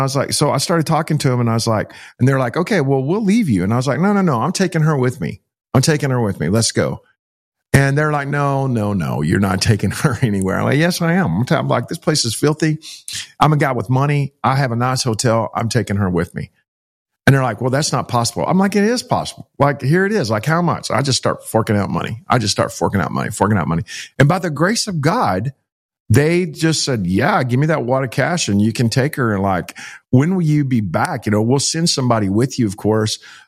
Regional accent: Texas, United States; Like, hey, what's going on? I'm from Texas. Where y'all from?

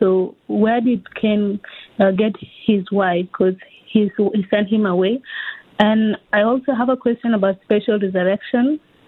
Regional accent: Canada; Oh, thank you so much, Pastor. I am from Canada.

